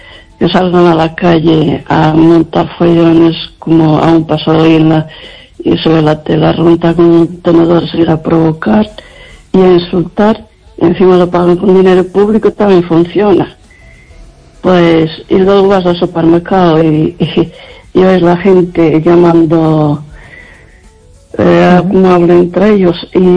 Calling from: Lugo, Galicia, Spain

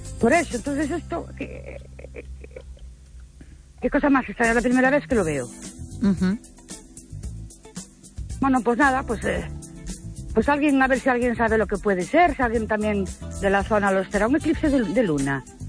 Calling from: Ourense, Galicia, Spain; Buenas noches … de Urense.

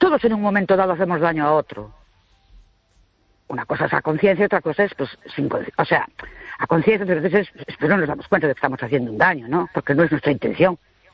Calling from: Ourense, Galicia, Spain; Buenas noches … de Orense.

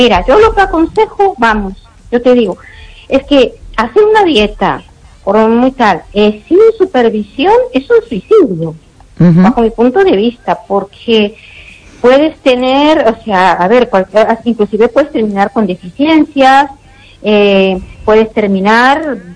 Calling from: Ourense, Galicia, Spain; Hola, bueno … aquí de Orense

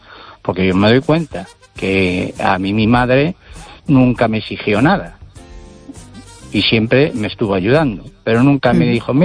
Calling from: Pontevedra, Galicia, Spain; ahora mismo estoy en Pontevedra.

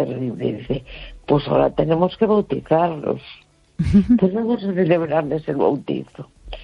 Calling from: A Coruña, Galicia, Spain; de la Coruña.

